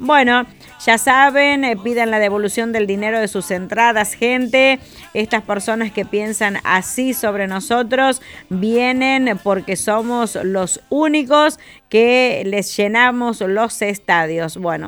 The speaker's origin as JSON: {"language": "Spanish", "country": "Argentina"}